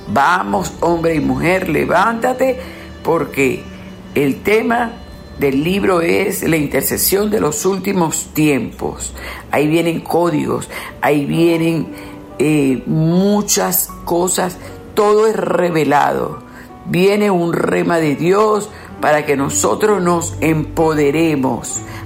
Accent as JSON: {"language": "Spanish", "country": "Venezuela"}